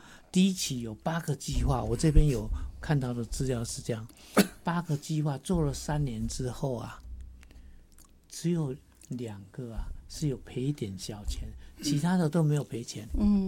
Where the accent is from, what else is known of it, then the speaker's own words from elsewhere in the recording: Taiwan; 我们台湾人啊，十个人住院啊，那就有六七个人啊，一定是住在医学中心。